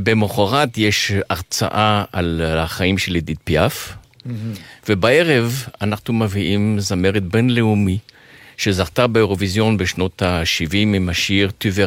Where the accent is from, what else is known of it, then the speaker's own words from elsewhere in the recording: Tunisia; now in Israel; כמו אצלנו בתוניס